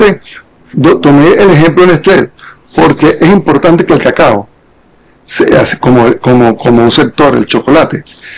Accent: Venezuela

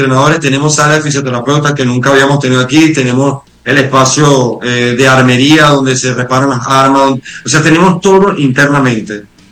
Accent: Bolívar, Venezuela; Contento de estar aquí en mi tierra

